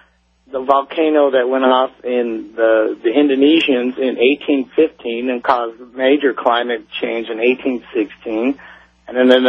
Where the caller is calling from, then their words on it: Sacramento, California, United States; Hi, this is … from Sacramento, California.